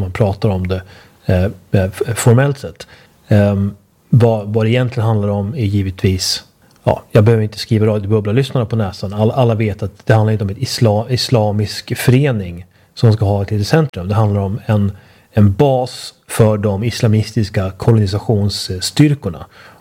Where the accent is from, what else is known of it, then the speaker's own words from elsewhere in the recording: Uppsala, Uppsala County, Sweden; Jag minns från min uppväxt i Uppsala att jag minns när Stenhagen byggdes.